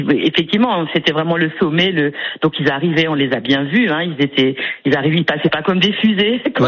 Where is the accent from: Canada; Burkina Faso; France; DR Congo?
France; Urmatt, Grand Est; je suis originaire d'Urmat